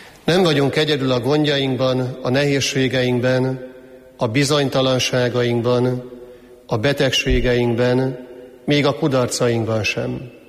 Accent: Hungary; számunkra, ma élő magyar katolikus keresztények számára

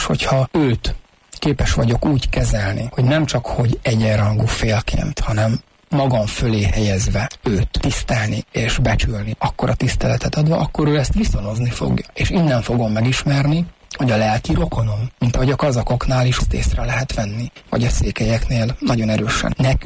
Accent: Hungary; Aztán így nőttem föl. Ők ketten vallásosak voltak, de nem annyira már valószínűleg, mint az ő korukban az ő öregeik. És aztán a szüleim pedig már nem voltak vallásgyakorló emberek. Ez a gulyás kommunizmus idején nagyon nagy teret hódított itt Magyarországon

